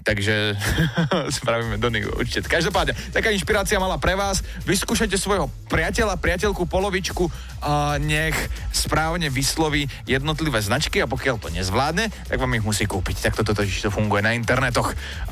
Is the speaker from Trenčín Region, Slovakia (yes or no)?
yes; Prievidza, Trenčín Region, Slovakia; Tak ja som z inej vrstvy, viete, ja som z Prievidze.